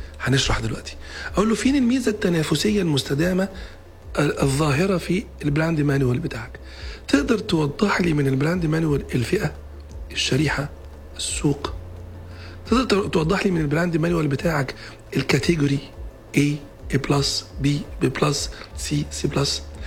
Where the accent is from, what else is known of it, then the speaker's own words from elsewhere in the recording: Egypt; عندنا في مصر